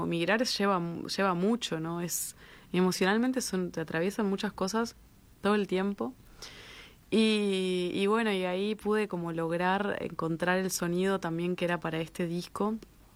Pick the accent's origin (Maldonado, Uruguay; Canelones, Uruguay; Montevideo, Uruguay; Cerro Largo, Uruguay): Maldonado, Uruguay; porque, bueno, yo soy de Maldonado y fui con el liceo